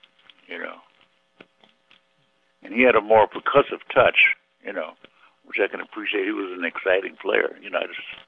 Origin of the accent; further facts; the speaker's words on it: Philadelphia, Pennsylvania, United States; moved away; I grew up in Philly